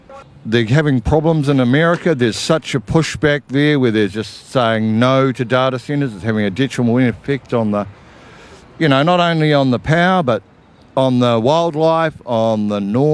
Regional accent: Whangarei, Northland, New Zealand; from Whangarei, and I work in the infrastructure business.

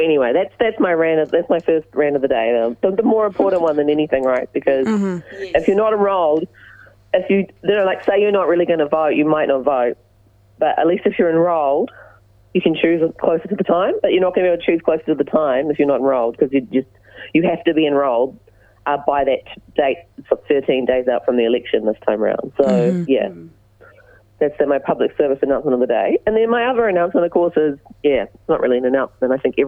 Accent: New Zealand; although I guess we're Kiwi, so we say vase.

